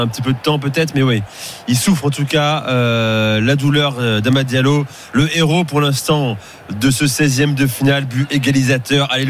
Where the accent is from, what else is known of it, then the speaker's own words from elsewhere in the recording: France; c'est arrivé en France chez nous, à Marseille